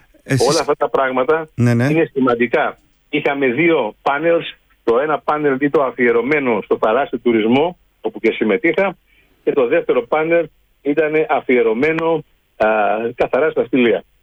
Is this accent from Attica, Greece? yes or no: no; Chios, North Aegean, Greece